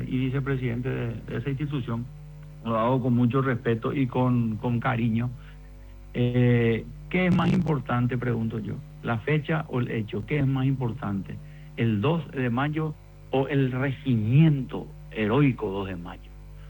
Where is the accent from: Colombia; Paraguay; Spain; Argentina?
Paraguay; eso es lo que me une a mí en mi sangre como tradición, como paraguayo